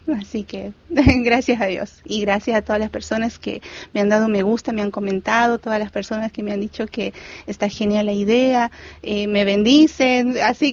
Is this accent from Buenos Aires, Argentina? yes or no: no; Salta, Argentina; born there; Yo nací en Salta.